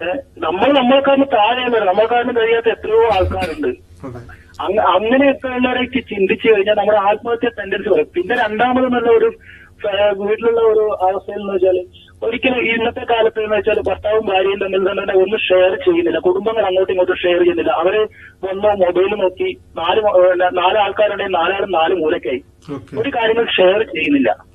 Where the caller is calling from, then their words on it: Kasaragod, Kerala, India; ഞാൻ കാസർഗോഡ് നിന്നാണ് വിളിക്കുന്നത്.